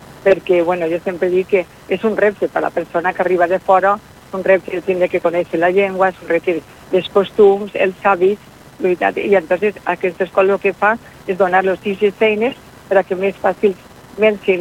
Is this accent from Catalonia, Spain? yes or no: no; Valencian Community, Spain; aquests hàbits que tenim nosaltres com a valencians